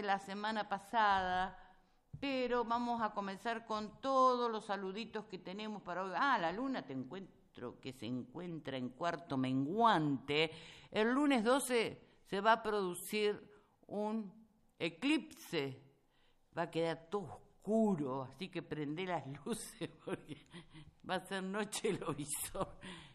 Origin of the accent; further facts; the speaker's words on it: Quenumá, Buenos Aires Province, Argentina; born there; en mi pueblo, en Quenumá